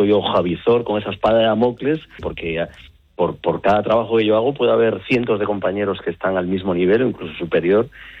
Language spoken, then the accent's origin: Spanish; Galicia, Spain; es en mi tierra